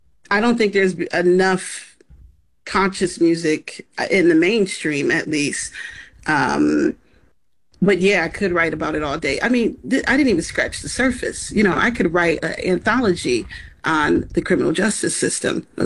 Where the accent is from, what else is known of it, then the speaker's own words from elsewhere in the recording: Rochester, New York, United States; I'm just ready to have a blackety black show in Rochester, my hometown.